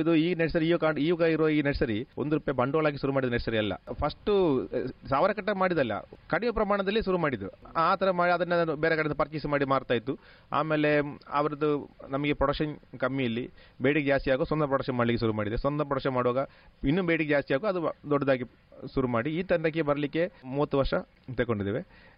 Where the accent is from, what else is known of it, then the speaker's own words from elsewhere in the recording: Karnataka, India; also born or lived in Alake Majalu; ನಿನ್ನ ಕಲ್ಲಿನಲ್ಲಿ ಒಂದು ಊರಿನ ಹೆಸರು ನಿಲ್ಲುವ ಕಲ್ಲಂದ, ಅದು ಆ ಊರಿನ ಹೆಸರು ಅದೇ ಊರಲ್ಲಿ ನನ್ನ ಮನೆ ಇರದ ಕಾರಣ